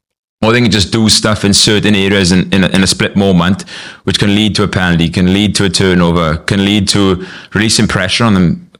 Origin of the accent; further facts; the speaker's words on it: Glynneath, Wales, United Kingdom; I know you introduced that I come from Glyneath.